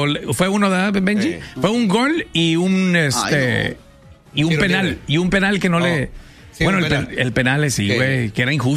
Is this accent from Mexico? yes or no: yes; Michoacán, Mexico; also born or lived in Argentina; Mira, yo soy nacida en Argentina y criada en México, allá en Michoacán.